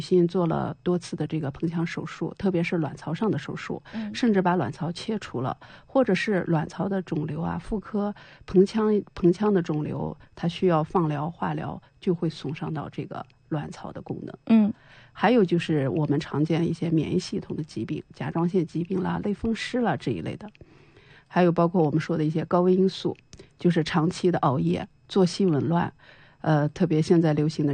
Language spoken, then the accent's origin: Chinese; China; 我们中国人